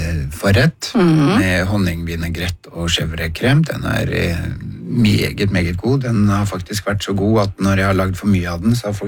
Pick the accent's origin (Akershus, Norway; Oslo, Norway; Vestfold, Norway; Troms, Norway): Akershus, Norway; Rælingen; jeg vokste opp i Rælingen